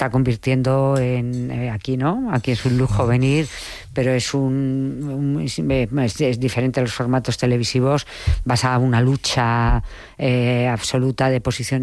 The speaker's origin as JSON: {"language": "Spanish", "town": "Madrid", "region": "Community of Madrid", "country": "Spain", "said": "que a lo mejor cuando éramos jóvenes, yo que soy de Madrid, ese problema no lo tenías"}